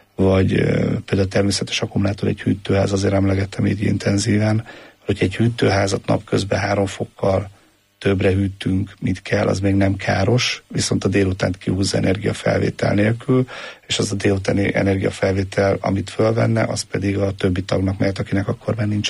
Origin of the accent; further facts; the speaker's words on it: Hungary; mert ugye szintén magyarok vagyunk